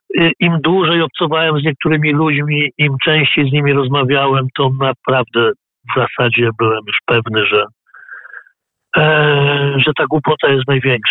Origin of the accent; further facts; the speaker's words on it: Łódź, Łódź Voivodeship, Poland; jako prosty chłopak z łódzkich Bałut